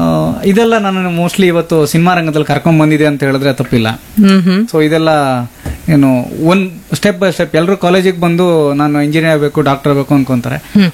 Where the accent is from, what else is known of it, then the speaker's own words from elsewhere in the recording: Kundapura, Karnataka, India; ನಾನು ಕೂಡ ಇದೇ ಕುಂದಾಪುರದ ಹುಟ್ಟಿ ಬೆಳೆದವನು